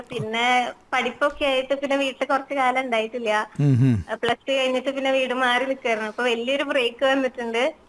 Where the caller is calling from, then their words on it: Mulankunnathukavu, Kerala, India; ഞാൻ മുളകുന്നത്താവ്, തൃശ്ശൂർ.